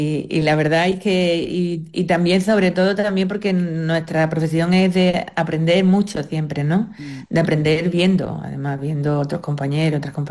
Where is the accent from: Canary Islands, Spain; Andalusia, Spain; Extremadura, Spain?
Andalusia, Spain; Jerez de la Frontera; cada vez que voy fuera y decimos que somos de Jerez